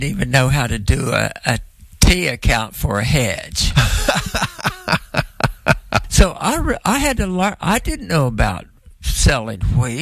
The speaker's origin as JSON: {"language": "English", "area": "Muskogee County", "region": "Oklahoma", "country": "United States", "tie": "born or raised there", "said": "I was raised in Muskogee County, 6 miles north of Shakota, 3 miles south of Wainwright, four and a quarter west of Oktahaw, and 5 3/4 from Council Hill on the east. The address was Oktahaw."}